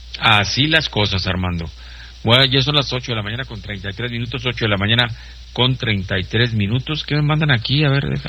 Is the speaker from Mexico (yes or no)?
yes; Mexico; somos los mexicanos